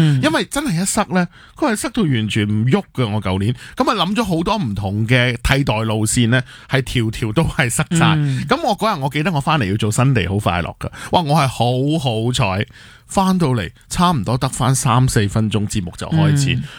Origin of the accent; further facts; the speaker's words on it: Hong Kong; 等我哋香港人會明白，